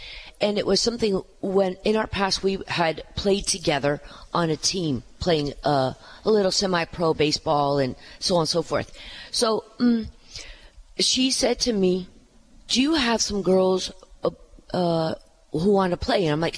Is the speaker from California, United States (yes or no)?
yes; South San Francisco, California, United States; I was born in San Francisco, raised in South San Francisco